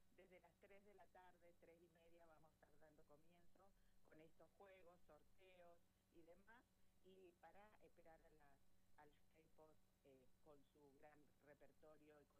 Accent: Chile; now in Argentina; yo soy, sabes que soy de Chile. En Chile se usa el doble apellido siempre, pero yo acá, ya soy más de acá que de allá.

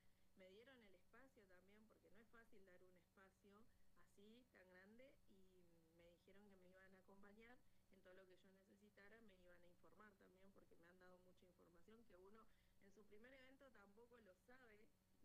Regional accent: Aluminé, Neuquén, Argentina; porque yo soy de Aluminé.

